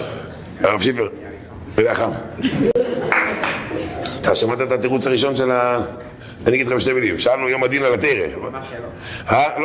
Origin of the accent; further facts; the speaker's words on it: Holon, Tel Aviv District, Israel; אני גדלתי בחולון.